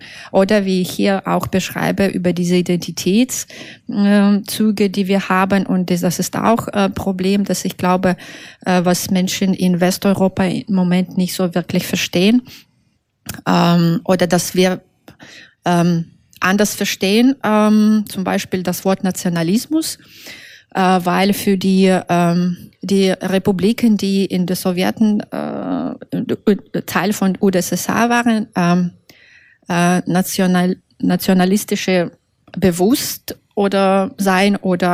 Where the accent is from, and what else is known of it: Belarus; first language Russian; German is a second language